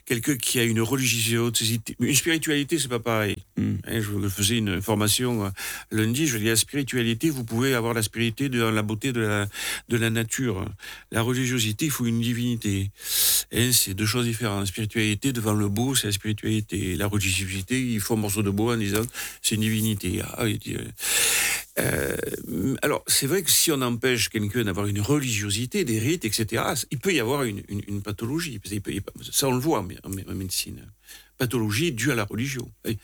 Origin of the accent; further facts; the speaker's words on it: Hauts-de-France, France; En plus, moi, je viens de l'Aisne, où on dit qu'il n'y a pas de sacrifice.